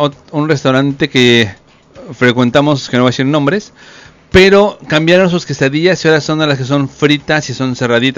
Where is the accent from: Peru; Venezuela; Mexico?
Mexico; los mexicanos realmente no sabemos a qué sabe la comida porque a todo le ponemos chile.